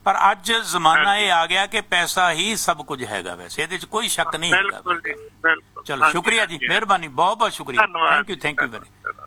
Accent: Punjab, India; ਕਿਉਂਕਿ ਅਸੀਂ ਪੰਜਾਬ ਤੋਂ ਆਏ ਹਾਂ, ਸਾਡੀ ਸੋਚ ਜਿਹੜੀ ਹੁੰਦੀ ਹੈ ਨਾ

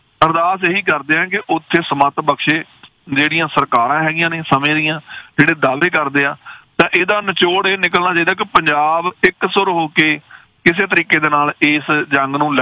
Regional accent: Punjab, India; ਪਰ ਕਿਉਂਕਿ ਸਾਡੀ ਧਰਤੀ ਹੈ ਜੀ, ਅਸੀਂ ਜੰਮੇ ਪਲੇ ਹੈਗੇ ਹਾਂ, ਸਾਡਾ ਕੰਸਰਨ ਉੱਥੋਂ ਦਾ ਹੈ

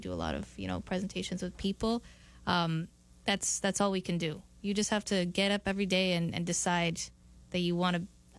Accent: Canada; Whereas we, as second or third generation Italians, we choose every day to be Italian, because otherwise we're Canadian.

